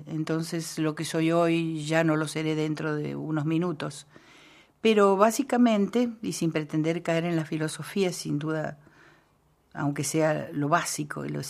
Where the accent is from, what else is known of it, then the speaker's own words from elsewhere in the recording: Córdoba, Argentina; como buena cordobesa serrana soy refranera